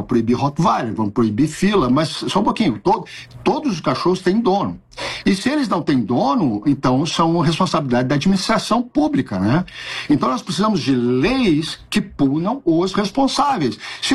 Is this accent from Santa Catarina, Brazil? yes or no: no; Porto Alegre, Rio Grande do Sul, Brazil; Eu sou de Porto Alegre